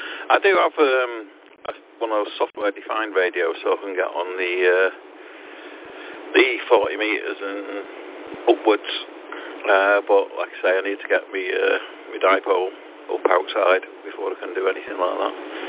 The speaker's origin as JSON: {"language": "English", "town": "Manchester", "region": "North West England", "country": "United Kingdom", "moved": "yes", "lives_now": "Liverpool, United Kingdom", "said": "I'm based in Liverpool. I don't know, I don't sound like a Scouser. Oh, that's because I'm not, I'm from Manchester. But yeah, I'm based in Liverpool, literally stones throw away from Anfield"}